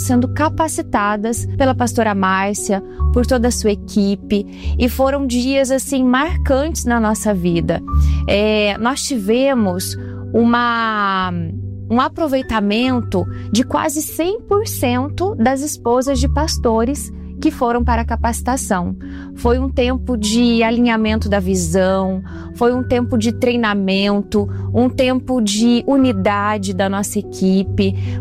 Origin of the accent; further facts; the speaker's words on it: Curitiba, Paraná, Brazil; eu sou de Curitiba, no Paraná. Sou da região sul do nosso país, uma região abençoada, cheia de vida.